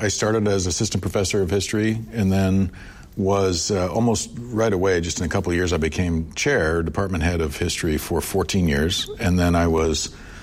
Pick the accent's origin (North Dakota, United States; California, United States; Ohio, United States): North Dakota, United States; Fargo; Well, it really has. I mean, it was a great place to grow up.